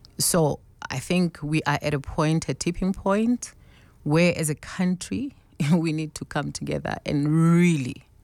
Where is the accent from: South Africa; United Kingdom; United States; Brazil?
South Africa; Sharpeville, Gauteng; I grew up in Sharpeville, mixture of Sasselbeck also. That's where my father is from. And yeah, I'm a Vaal girl through and through.